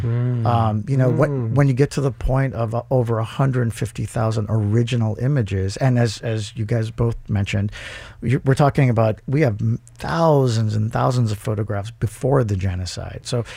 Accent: Cambridge, Massachusetts, United States; born there; I'm a first generation. I was born here in Cambridge. So yeah, my mom and dad met here in Southie.

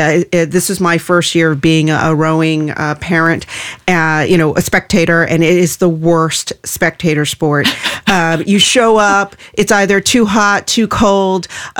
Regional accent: Maryland, United States; So also I grew up in Maryland.

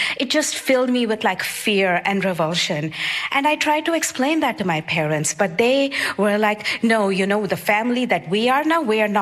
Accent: India; moved away as an adult; now in New York City, United States; I was born and raised in India.

